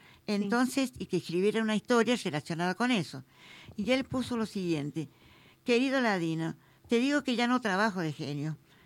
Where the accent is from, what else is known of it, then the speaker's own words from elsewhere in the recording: San Luis, Argentina; nacida y criada en San Luis.